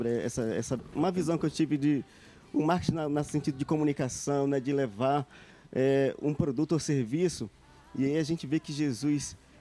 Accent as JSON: {"language": "Portuguese", "region": "Maranhão", "country": "Brazil", "moved": "yes", "lives_now": "Brasília, Brazil", "said": "eu sou maranhense, né? E eu quero mandar um abraço. Eu moro há 22 anos em Brasília, né? Mas eu sou maranhense."}